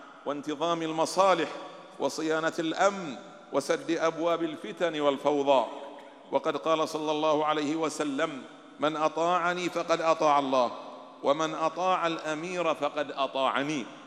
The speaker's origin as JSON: {"language": "Arabic", "country": "Bahrain", "said": "بلادنا البحرين"}